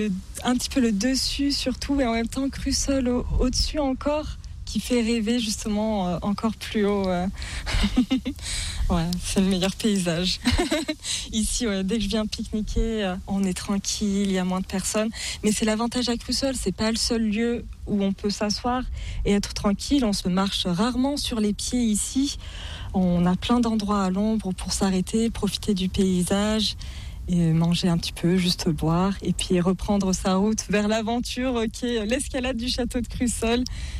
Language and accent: French; Charmes-sur-Rhône, Auvergne-Rhône-Alpes, France; Et puis ma petite maison, un peu plus au sud, à Charmes-sur-Orne, là où j'ai grandi